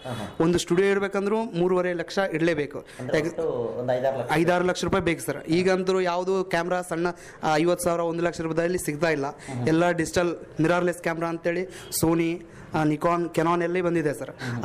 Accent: Raichur, Karnataka, India; also born or lived in Sangavara, Shahapur taluk, Yadgir district; ನಾವು ನಮ್ಮ ತಂದೆಯವರು ನಾನು ಚಿಕ್ಕವನಿದ್ದಾಗೆ ಬಂದು ಇಲ್ಲಿ ರಾಯಚೂರಲ್ಲಿ ಬಂದು ಒಂದು ಕೂಲಿ ಕೆಲಸಗಳನ್ನು ಮಾಡ್ತಿದ್ರು.

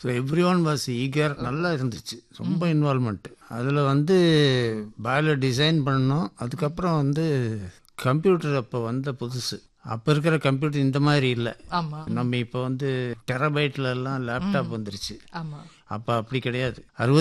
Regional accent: Coimbatore, Tamil Nadu, India; நான் கோவை தான், பிறந்து வளர்ந்ததெல்லாம் கோவை, படித்ததெல்லாம் கோவை.

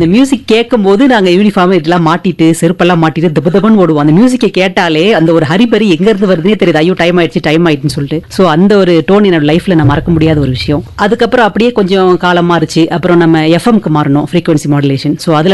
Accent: Chennai, Tamil Nadu, India; நான் வந்து பிறந்து வளர்ந்ததெல்லாம் சென்னையில.

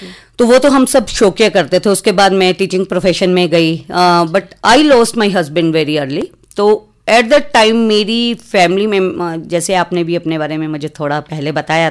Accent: Dharamshala, Himachal Pradesh, India; born there; मैं DAV जो अभी आपका धर्मशाला में है, तो पहले आर्य समाज स्कूल के नाम से जाना जाता था, तो मेरी 5वीं तक की जो शिक्षा है वहीं पर हुई है।

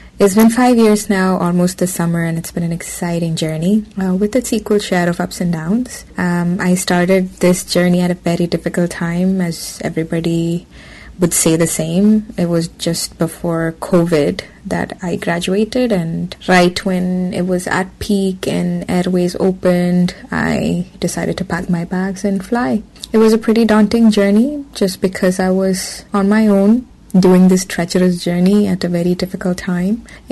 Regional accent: Thiruvananthapuram, Kerala, India; moved away as an adult; now in Vancouver, Canada; I hail from Trivandrum. I'm currently living the expat life in Vancouver, British Columbia, a beautiful, beautiful province in Canada.

